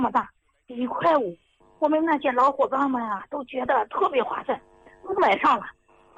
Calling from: Henan, China

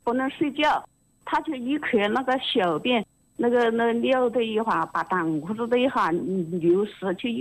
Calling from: China; 我是云龙，金山县云龙镇。

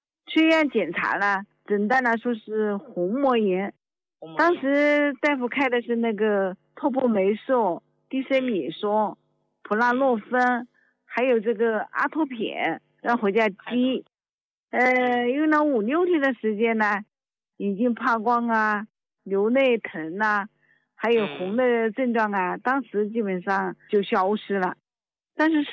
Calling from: Hubei, China; 我是湖北的一位老患者啊。

